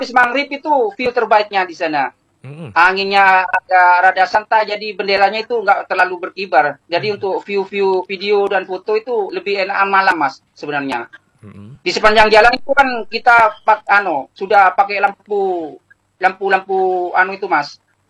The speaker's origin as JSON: {"language": "Indonesian", "town": "Pamekasan", "region": "East Java", "country": "Indonesia", "said": "kami welcome selaku warga Kampung Mayang"}